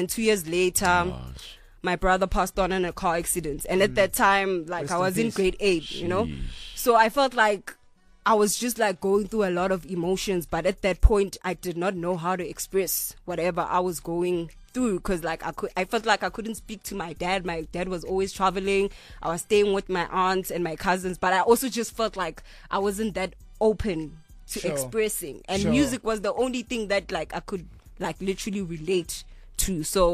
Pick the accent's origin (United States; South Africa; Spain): South Africa; Soweto, Gauteng; a young girl from Snake Park